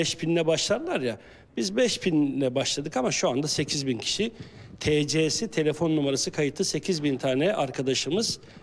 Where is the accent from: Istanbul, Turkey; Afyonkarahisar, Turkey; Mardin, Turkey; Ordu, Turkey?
Ordu, Turkey; Orduluyum ben de.